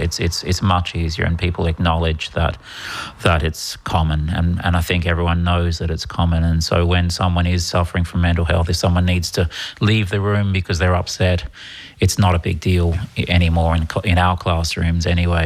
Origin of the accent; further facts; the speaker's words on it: Perth, Western Australia, Australia; now in Ireland; I'm from Perth, Australia. Ah, I've been here about 26 years now.